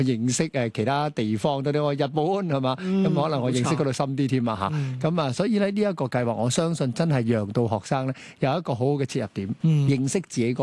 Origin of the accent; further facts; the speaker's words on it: Hong Kong; 我們自己在香港都土生土長